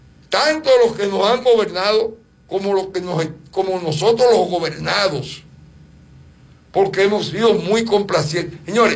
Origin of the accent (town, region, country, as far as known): Dominican Republic